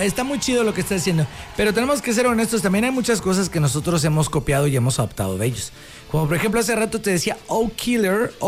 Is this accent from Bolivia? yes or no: no; Mexico; Porque somos mexicanos